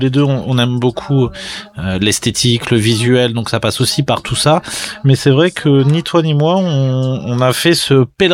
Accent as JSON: {"language": "French", "country": "France", "said": "Et puis aussi, nous, en tant que Français, ce qu'on appelle country, c'est pas forcément ce que les Américains appellent country."}